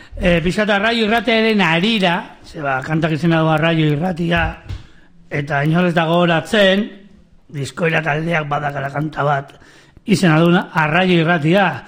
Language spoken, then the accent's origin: Basque; San Sebastián, Basque Country, Spain; born there; ni donostin jaio nintzen.